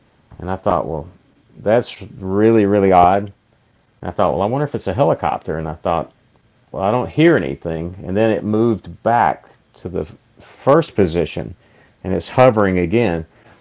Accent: Alabama, United States; moved away; also born or lived in San Diego, California; Of course, I'm from Alabama, but there was a period of time when I lived out in San Diego, California

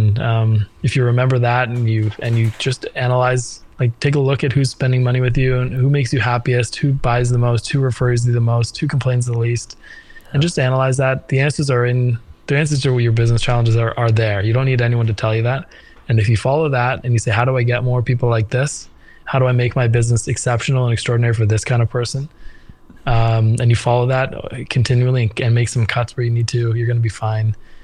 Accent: Canada; I'm Canadian

